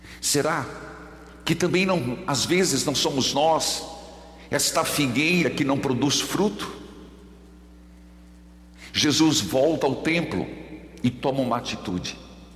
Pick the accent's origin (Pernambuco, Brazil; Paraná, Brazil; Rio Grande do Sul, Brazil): Paraná, Brazil; Paraíso do Norte; moved away; estive na minha cidade natal, Paraíso do Norte.